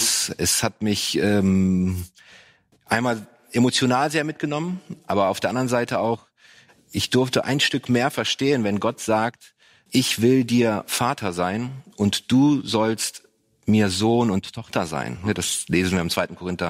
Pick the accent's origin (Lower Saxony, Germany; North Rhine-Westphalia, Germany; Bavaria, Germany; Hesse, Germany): North Rhine-Westphalia, Germany; Düren; Ich komme aus Düren